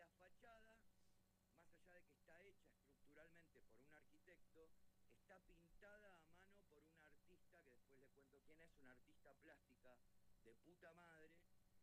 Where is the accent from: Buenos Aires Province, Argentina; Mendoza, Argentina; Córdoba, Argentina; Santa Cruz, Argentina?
Buenos Aires Province, Argentina; Santos Lugares; Yo soy de Santos Lugares, que es del otro lado de la General Paz.